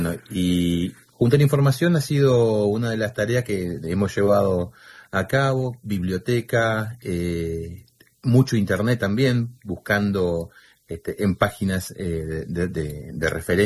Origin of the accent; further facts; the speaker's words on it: Río Gallegos, Santa Cruz, Argentina; De hecho, yo soy oriundo de Río Gallegos, y más allá de que ha sido tabú durante mucho tiempo, yo me acuerdo de mi infancia, era un tema tabú.